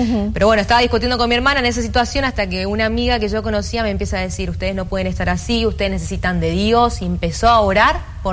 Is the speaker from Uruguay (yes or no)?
no; Santa Fe, Argentina; born there; yo soy de Argentina, soy de una provincia que se llama Santa Fe, nací allá. Y bueno, tengo 28 años actualmente.